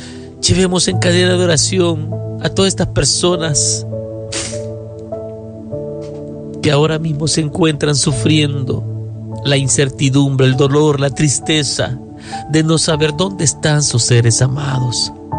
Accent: El Salvador; Yo oro por mi tierra, El Salvador.

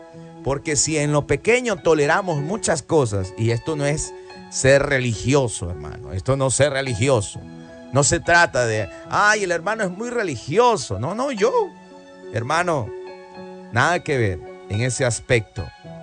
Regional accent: Ecuador

